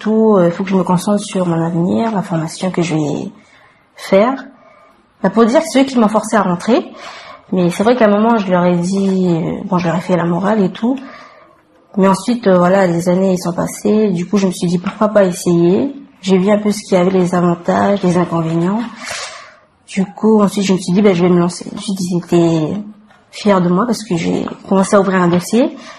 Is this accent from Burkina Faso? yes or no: no; Canala, North Province, New Caledonia; j'ai 21 ans, je suis originaire de Kanala Punerewin